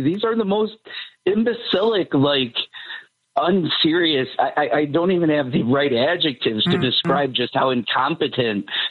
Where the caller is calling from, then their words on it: United States; as an American